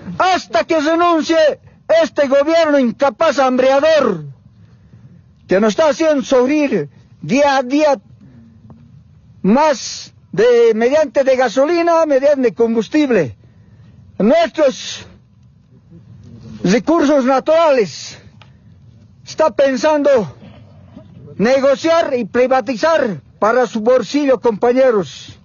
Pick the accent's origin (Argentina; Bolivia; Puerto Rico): Bolivia; Por eso tenemos derecho a salir a esta carretera para defender a nuestro país como bolivianos, como campesinos, compañeros.